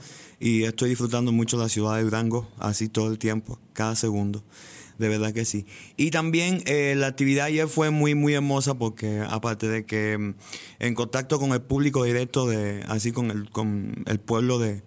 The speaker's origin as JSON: {"language": "Spanish", "region": "Guantánamo", "country": "Cuba", "tie": "born there", "moved": "yes", "said": "como nací en el Caribe"}